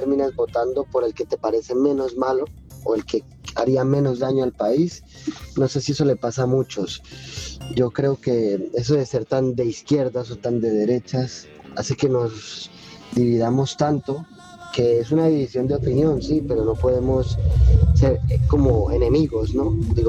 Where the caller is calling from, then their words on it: Lleida, Catalonia, Spain; buenos días desde Lérida, España.